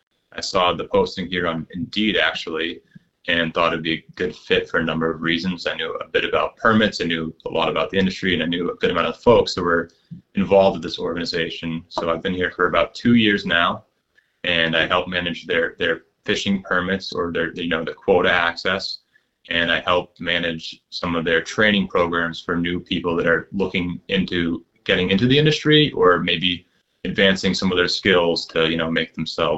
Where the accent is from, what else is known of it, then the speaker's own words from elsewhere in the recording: Wellfleet, Massachusetts, United States; I'm born and raised in Wellfleet down here on the Lower Cape.